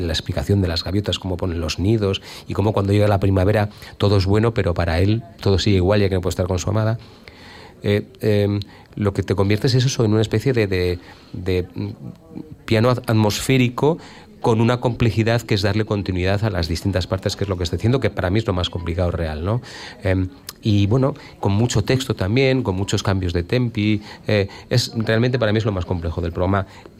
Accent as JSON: {"language": "Spanish", "town": "Bilbao", "region": "Basque Country", "country": "Spain", "said": "Yo como bilbaíno y vinculado al ciclo de Lid de la Riega, pues me parece un acierto grandísimo."}